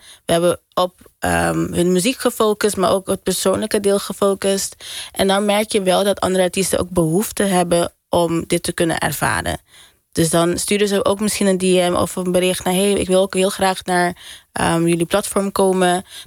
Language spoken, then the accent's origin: Dutch; Curaçao; En vooral, ik denk, wij komen uit Curaçao. Dus ik kan alleen vanuit mijn perspectief van Curaçao praten.